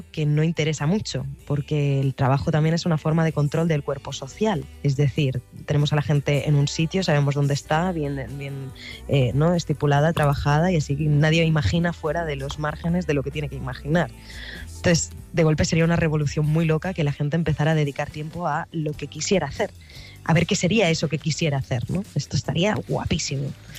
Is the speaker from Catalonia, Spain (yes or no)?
yes; Barcelona, Catalonia, Spain; en mi ciudad natal, Barcelona.